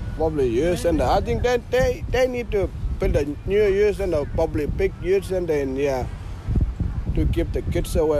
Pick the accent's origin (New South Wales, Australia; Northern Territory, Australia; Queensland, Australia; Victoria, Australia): Northern Territory, Australia; Lajamanu; I'm from Lajamono, East of Katherine.